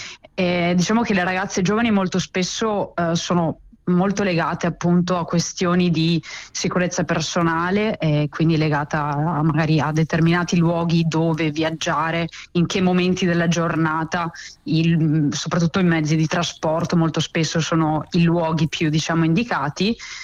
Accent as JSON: {"language": "Italian", "region": "Veneto", "country": "Italy", "accent": "Venetian", "said": "diciamo che rispecchia un po' il nostro dialetto veneto, quindi viaia."}